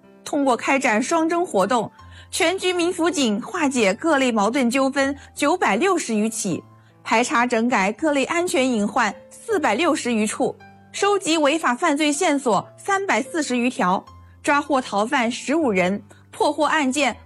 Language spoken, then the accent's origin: Chinese; Shangcheng, Henan, China; 我的家乡商城县自然风光旖旎，人文历史荟萃，物产资源丰富，连续6年上榜全国最美丽县域榜单。